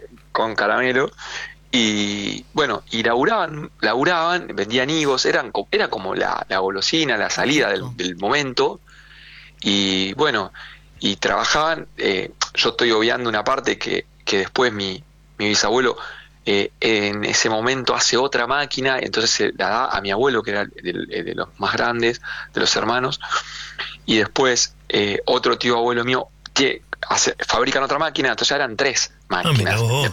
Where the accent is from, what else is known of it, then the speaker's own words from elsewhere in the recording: Rosario, Santa Fe, Argentina; nos criamos en Rosario, vivimos Rosario